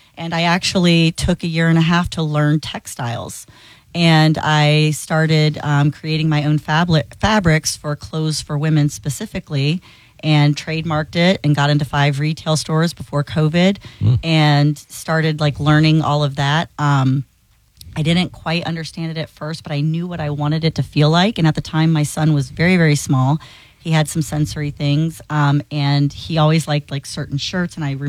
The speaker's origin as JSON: {"language": "English", "town": "Gainesville", "region": "Florida", "country": "United States", "tie": "born or raised there", "moved": "as an adult", "lives_now": "St. Petersburg, United States", "said": "I grew up in Gainesville, actually, and I would fish the ponds and lakes there as a little girl in Rodman's Dam, and then I moved to St. Pete about 15 years ago."}